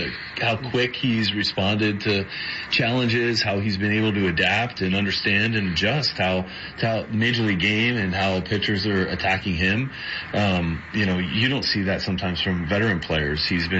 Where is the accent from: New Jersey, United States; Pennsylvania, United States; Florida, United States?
Pennsylvania, United States; Mount Lebanon; Being a kid here growing up in Mount Lebanon, always had to hit Leland's house up because they gave out the big-size candy bars.